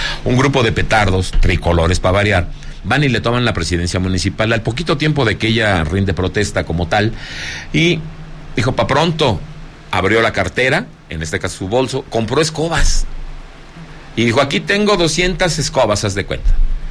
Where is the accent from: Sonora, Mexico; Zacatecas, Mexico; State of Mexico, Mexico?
Zacatecas, Mexico; que por primera vez en la historia de mi tierra, Zacatecas, me están diciendo que hago la Alta Palmira